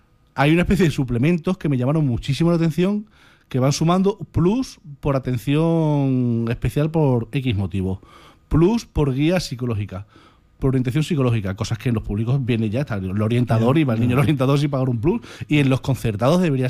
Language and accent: Spanish; Spain